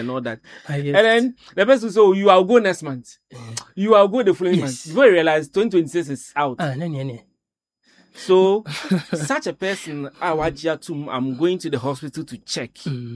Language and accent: English; Ghana; Ghana, going to the hospital as a Ghanaian